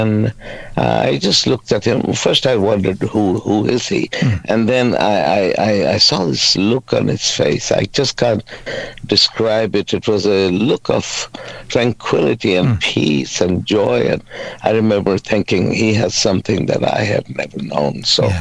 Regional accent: Pakistan; born or raised there; also born or lived in Bangladesh

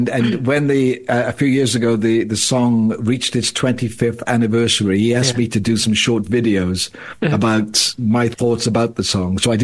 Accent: Llantrisant, Wales, United Kingdom; I grew up in South Wales in a little town called Llantrisant, which is just north of Cardiff.

